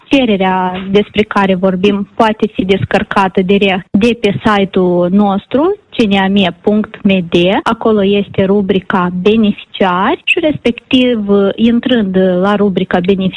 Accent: Moldova

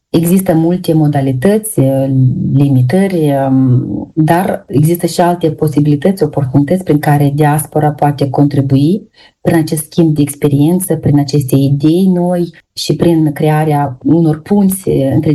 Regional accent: Moldova; moved away as an adult; now in Switzerland; Moldova rămâne acasă pentru mine, indiferent dacă mă aflu aici, chiar dacă la moment activez acum într-un context internațional și în Elveția, vin din Republica Moldova

